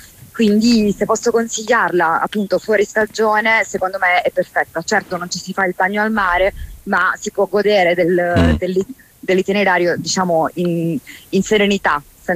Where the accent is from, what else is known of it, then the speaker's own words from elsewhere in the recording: Foggia, Apulia, Italy; io sono nata e cresciuta a Foggia